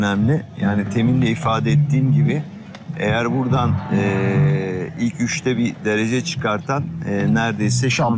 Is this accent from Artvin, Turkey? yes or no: yes; Artvin, Turkey; Ya ben Artvinliyim, ben böyle bir yer bilmiyorum dedim Sayın Valim.